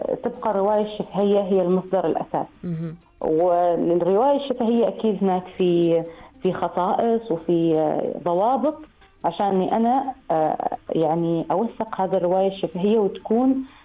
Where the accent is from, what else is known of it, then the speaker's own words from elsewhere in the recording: Oman; نحن عندنا في عمان، بما أنه عندنا تباين ثقافي كبير وعندنا تاريخ ما شاء الله يعني واسع ممتد